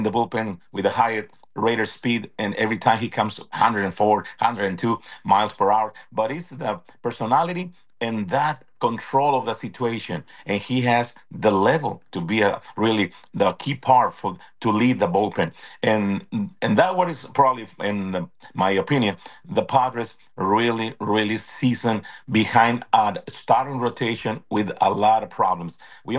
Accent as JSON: {"language": "English", "town": "Tijuana", "region": "Baja California", "country": "Mexico", "lives_now": "San Diego, United States", "said": "And of course, south of the border, I'm originally from Tijuana."}